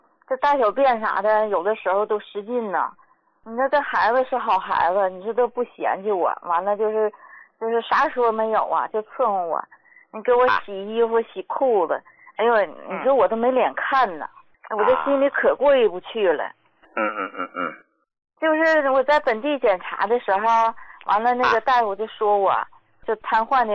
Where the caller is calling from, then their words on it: Shaanxi, China; 我是陕西人，然后我今年72了。